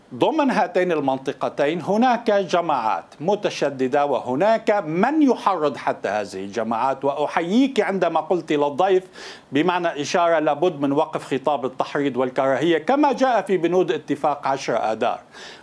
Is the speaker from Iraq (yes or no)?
no; Syria; نحن كسوريين